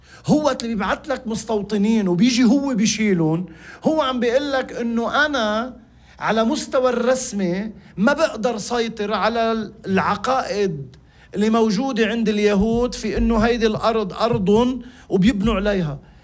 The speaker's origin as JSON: {"language": "Arabic", "country": "Lebanon", "said": "نحن في لبنان"}